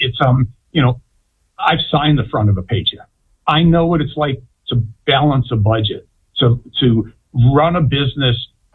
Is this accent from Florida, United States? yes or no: yes; Florida, United States; I grew up in Central Florida my entire adult life. I founded and started my business right here in Central Florida.